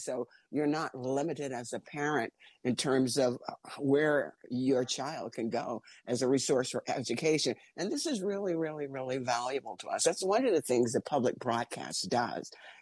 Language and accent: English; New York, United States; moved away; I'm from New York.